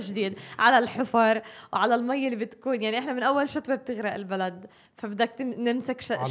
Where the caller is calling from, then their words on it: Palestine; كفلسطينيين عايشين برحمة ربنا